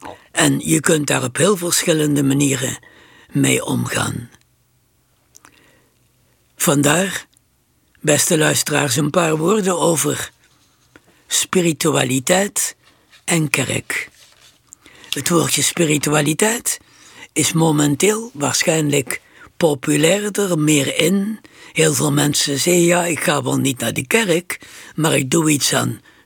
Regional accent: Netherlands; wij zijn Nederlanders

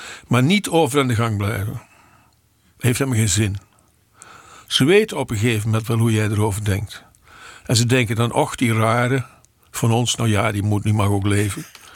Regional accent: Montferland, Gelderland, Netherlands; De regio waar ik vandaan kom, Montferland, is van oudsher katholiek gebied.

